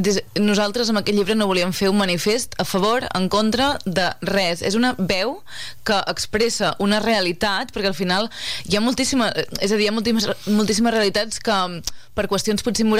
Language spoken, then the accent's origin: Catalan; Cantallops, Catalonia, Spain; jo que soc de Cantallops